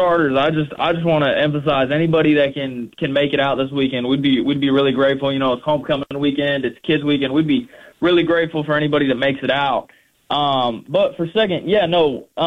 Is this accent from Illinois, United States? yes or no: no; Georgia, United States; growing up in Georgia